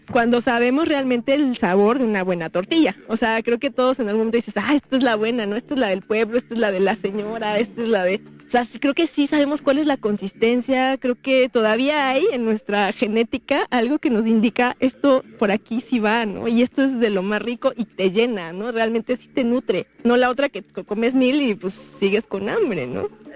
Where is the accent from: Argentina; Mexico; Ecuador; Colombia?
Mexico